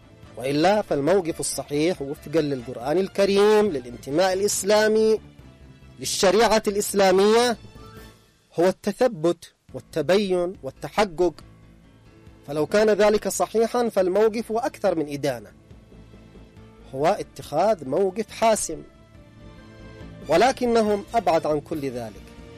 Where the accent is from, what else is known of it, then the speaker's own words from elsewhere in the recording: Yemen; نحن كشعب يمني، نفوسنا وأرواحنا وحياتنا وأموالنا وما نملك فداء لمكة المكرمة